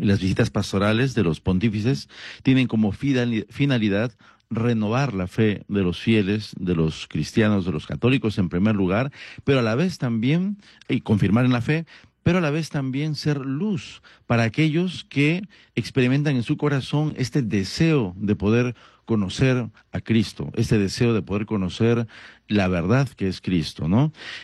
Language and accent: Spanish; Peru